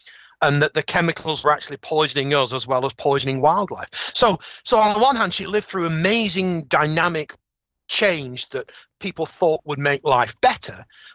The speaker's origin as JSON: {"language": "English", "town": "Bolton", "region": "North West England", "country": "United Kingdom", "tie": "born or raised there", "said": "I was born and raised in Bolton."}